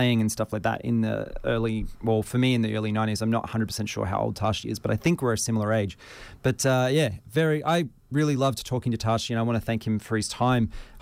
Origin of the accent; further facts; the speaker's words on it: Brisbane, Queensland, Australia; for people like me who grew up in suburban Brisbane